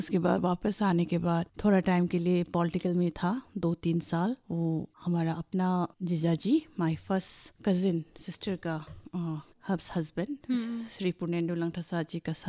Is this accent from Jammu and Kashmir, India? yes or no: no; Haflong, Assam, India; also born or lived in Silchar; मेरा जन्म सिलचर में हुआ था, मेडिकल कॉलेज में, to a very sweet couple but quite aged.